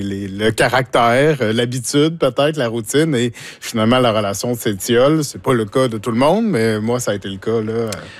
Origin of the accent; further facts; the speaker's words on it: Saint-Claude, Quebec, Canada; Mais moi, je viens de Saint-Claude, qui est un village de champs et de forêts. Donc là, il n'y en a pas.